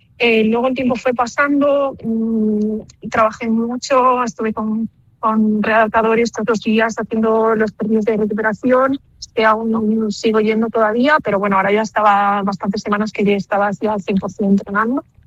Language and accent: Spanish; Vigo, Galicia, Spain; Sí, porque yo soy de Galicia, nací en Vigo, he vivido toda, hasta ahora siempre aquí, he desarrollado toda mi carrera deportiva en Galicia